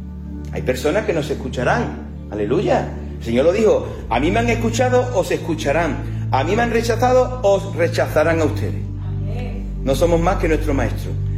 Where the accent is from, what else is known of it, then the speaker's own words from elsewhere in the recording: Andalusia, Spain; accent: Andalusian; Los galileos eran como los andaluces, hablaban el hebreo con un acento así como nosotros.